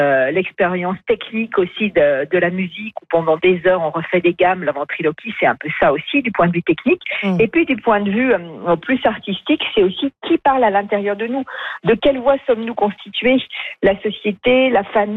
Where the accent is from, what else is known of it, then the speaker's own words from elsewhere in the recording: Saint-Étienne, Auvergne-Rhône-Alpes, France; born there; moved away; je suis née à Saint-Étienne, près de Lyon. Et puis, depuis quelques années, je suis très nomade. Je suis souvent en résidence. Là, je viens de terminer une résidence à Paris